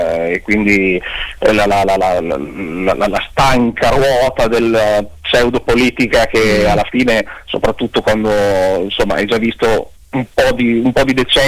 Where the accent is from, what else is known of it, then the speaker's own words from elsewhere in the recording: Bologna, Emilia-Romagna, Italy; accent: Bologna; io sono di Bologna.